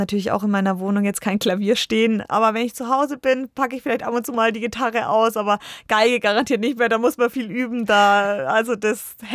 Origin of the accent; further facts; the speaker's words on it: Bayreuth, Bavaria, Germany; Natürlich eine ganz besondere Ehre und das von meiner Heimatstadt. Also das hat mich schon sehr mit Stolz erfüllt.